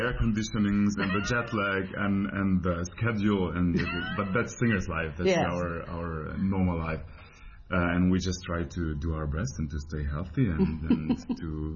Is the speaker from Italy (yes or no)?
yes; Trentino-Alto Adige, Italy; first language Ladin; English is a second language; Exactly. Ladin is my first language. It's my mother tongue. But only 30,000 people speak this language, and it's a bunch of dialects. We don't have a standard language. It exists, but nobody speaks it.